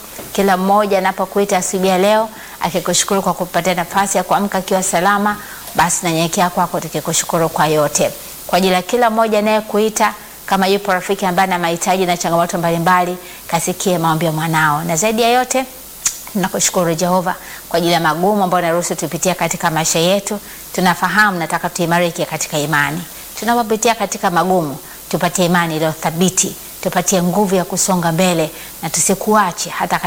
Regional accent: Mbeya, Tanzania; mimi kule kwetu mimi ni msafwa originali.

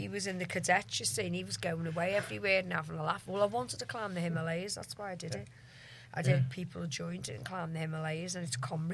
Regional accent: Ireland; they weren't bothered about me being Irish then.

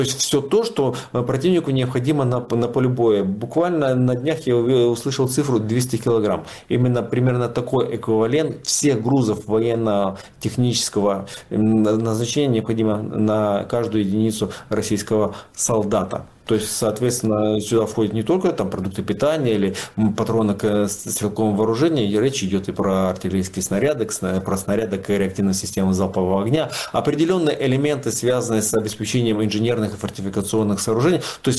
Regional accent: Crimea, Ukraine; moved away; Мое детство прошло в Крыму. Да, и, собственно говоря, до военный период я там жил.

